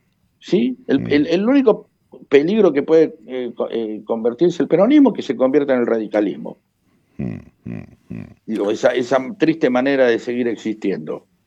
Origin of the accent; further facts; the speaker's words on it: Avellaneda, Buenos Aires Province, Argentina; also born or lived in Lanús; soy de Avellaneda, y de Lanús, y conozco muchos caboverdianos.